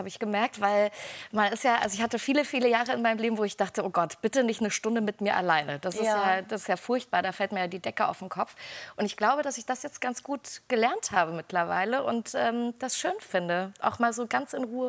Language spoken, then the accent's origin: German; Erfurt, Thuringia, Germany; Ich bin in einem Plattenbau groß geworden in Erfurt mit meiner alleinerziehenden Mama